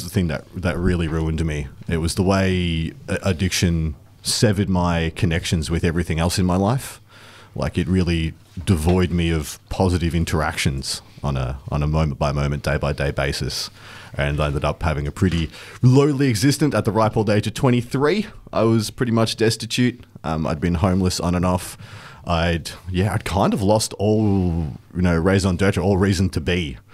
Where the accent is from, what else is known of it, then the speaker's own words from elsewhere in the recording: Werribee, Victoria, Australia; moved away as an adult; now in Ballarat, Australia; I grew up in Werribee in the western suburbs of Melbourne.